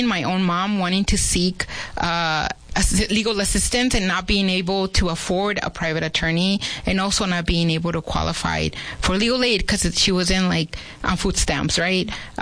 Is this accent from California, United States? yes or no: yes; Los Angeles, California, United States; I grew up in L.A. I call it the land of … the San Fernando Valley.